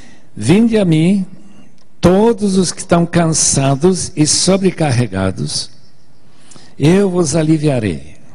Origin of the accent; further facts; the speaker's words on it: Bolivia; moved away; A gente foi criado na Bolívia, como todos aqui sabem, e uma das coisas mais comuns é ver duplas de bois, que não havia tratores em todo esse vale onde nós morávamos.